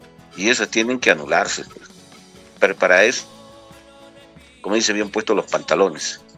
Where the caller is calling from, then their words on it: Peru; con sentimiento de lo que somos peruanos